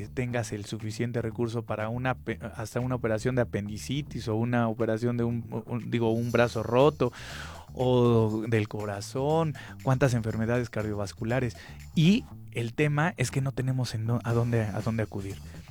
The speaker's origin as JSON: {"language": "Spanish", "country": "Mexico", "said": "Vivimos en un país que, por ley, tiene muchas garantías para quienes vivimos en este hermoso país que es México."}